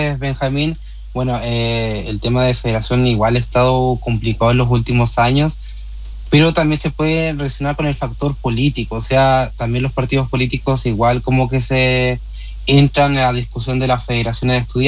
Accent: Puerto Aysén, Aysén, Chile; yo soy de Puerto Aysén, yo tengo que viajar todos los días a Coyhaique

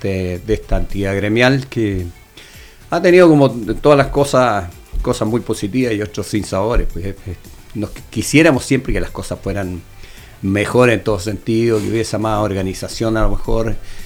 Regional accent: Santa Cruz, O'Higgins, Chile; born there; now in Cunaco, Chile; yo soy santacruzano y cunaquino, ¿sí? Porque nací en Santa Cruz, pero vivo en Cunaco también, pero paso todo el día en Santa Cruz.

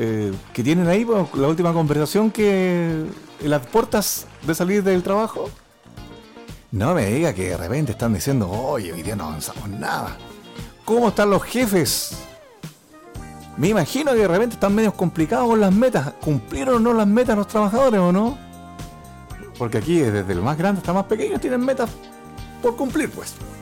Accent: Chile; no sé porque soy chileno o no, pero dejo de trabajar porque ya sé que si me pongo o me mentalizo que voy a terminar lo que estoy haciendo

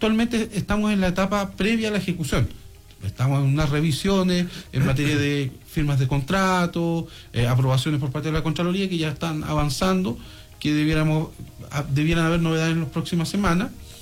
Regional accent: Coyhaique, Aysén, Chile; aquellos que somos de Coyhaique

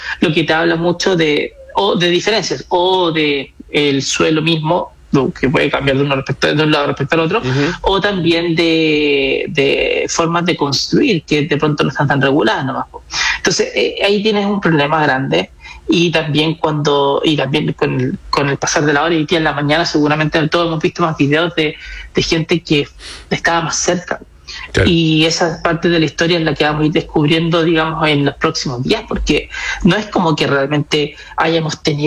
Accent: Chile

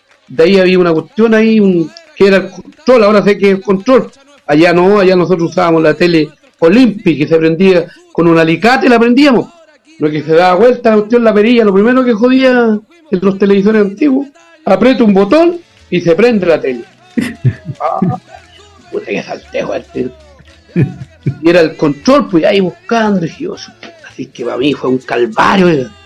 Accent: Monte Águila, Biobío, Chile; oiga, es que yo soy de Monte Águila, soy del campo y voy a donde Enrique Maluenda.

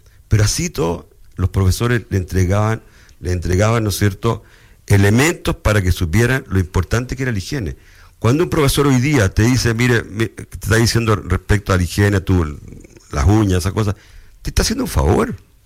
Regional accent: Chile; Somos así porque somos chilenos

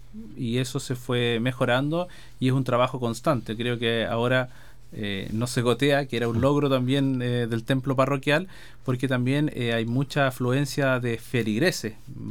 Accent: Concepción, Biobío, Chile; now in Linares, Chile; yo soy oriundo de Concepción

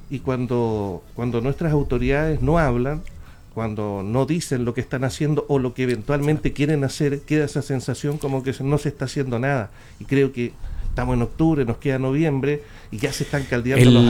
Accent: Puerto Aysén, Aysén, Chile; veo mi pueblo y ni siquiera me pavimentan el camino viejo como un saludo al histórico camino que inauguró Puerto Aysén

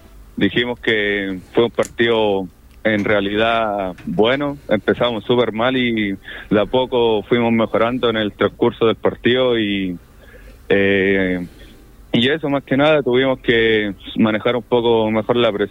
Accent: Bulnes, Ñuble, Chile; Bueno, yo soy de Bulnes, Tres Esquinas, un pueblito muy chiquitito, que digamos que casi todos me conocen allá

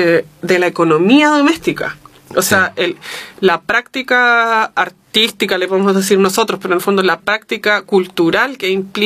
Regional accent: Magallanes and Chilean Antarctica, Chile; moved away; also born or lived in Catamarca, Argentina / Valparaíso Region, Chile; me crié en un territorio polar, donde toda la vida sucede con nieve, con viento, con agua

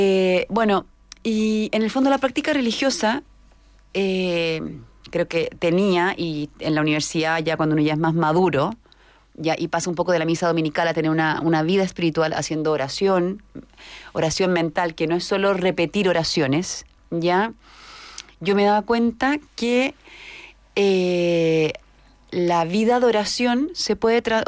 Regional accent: Rancagua, O'Higgins, Chile; moved away; si no mi mamá se enoja. Soy de Rancagua, estudié allá en el Colegio Instituto Inglés y soy periodista.

